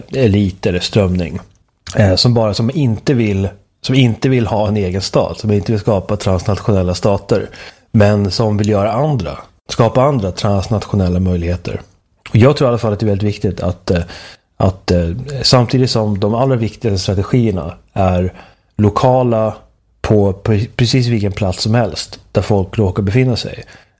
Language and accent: Swedish; Sweden; jag ska inte säga att jag är likgiltig inför, inför att jag kommer från Sverige.